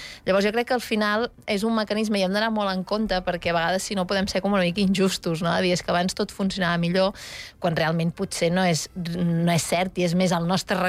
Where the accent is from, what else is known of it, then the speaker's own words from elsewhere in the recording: Girona, Catalonia, Spain; jo, a veure, a més soc de Girona